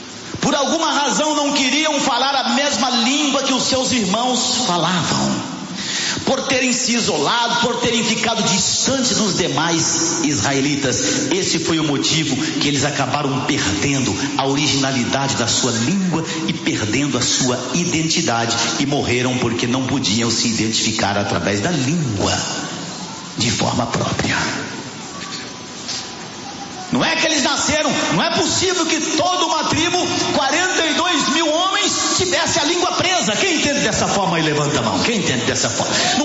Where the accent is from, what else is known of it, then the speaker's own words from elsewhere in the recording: Rio de Janeiro, Brazil; born there; no Rio de Janeiro, é aquela coisa, eu nasci em 1961, eu nasci, tudo é carioca, tiro, nasci.